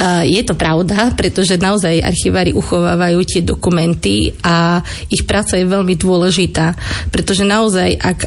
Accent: Stará Ľubovňa, Prešov Region, Slovakia; Ako moji rodičia rozprávajú, ja som jediná rodina Ľubovňanka, keďže moji rodičia sú taký, nazvala by som to východniarský mix, ja sa vždy smejem, že ja som čistý Šarišan, lebo moja mamka je zo Spiša a ocko je z Abova a presne v strede je Šariš, takže som čistý Šarišan.

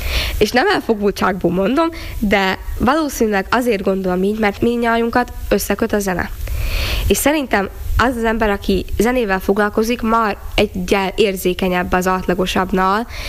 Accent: Gömör, Slovakia; accent: Gömör Palóc; moved away as an adult; szerintem ezt a gömöri jó palócot nem tudom, akárhogy akarom, nem tudom elrejteni, de nem is szeretném, mert én itt születtem, én erre büszke vagyok

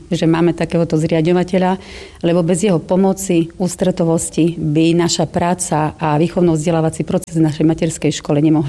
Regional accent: Vyšný Žipov, Prešov Region, Slovakia; born there; som rodená Žipovčanka.

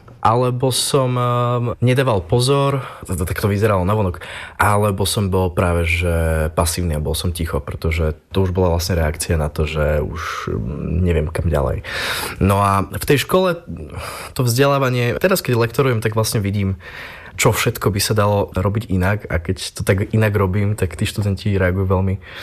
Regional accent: Košice, Košice Region, Slovakia; Pochádzam z Košíc, z Dargovských hrdinov, sídliska, respektíve Furča. Bývali sme 12 v dvojizbáku Romáci

